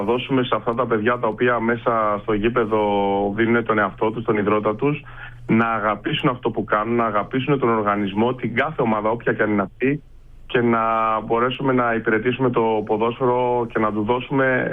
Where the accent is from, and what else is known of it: Kalamata, Peloponnese, Greece; born or raised there; also born or lived in Mani